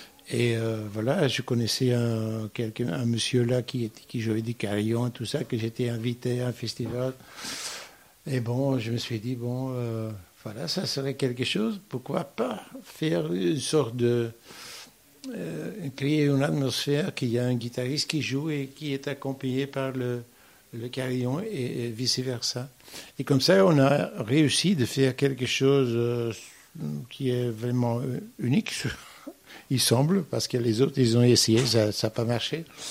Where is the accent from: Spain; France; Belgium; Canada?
Belgium; je suis belge, mais je suis en dehors